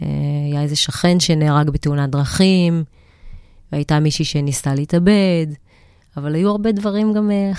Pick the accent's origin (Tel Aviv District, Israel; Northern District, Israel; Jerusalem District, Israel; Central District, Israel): Northern District, Israel; Ma'alot-Tarshiha; אני גדלתי במעלות